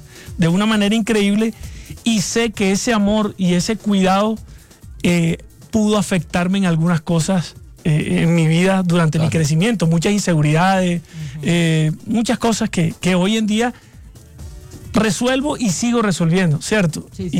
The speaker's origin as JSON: {"language": "Spanish", "town": "Barranquilla", "region": "Atlántico", "country": "Colombia", "tie": "born or raised there", "also_born_or_lived": "Morelia, Michoacán, Mexico", "accent": "costeño", "said": "Y ellos decidieron radicarse a vivir en Barranquilla. Entonces, yo, imagínate, desde los 2 años crecí en Barranquilla y por eso, obviamente, pues tengo mi acento, mi tumbado, todo el sabor costeño."}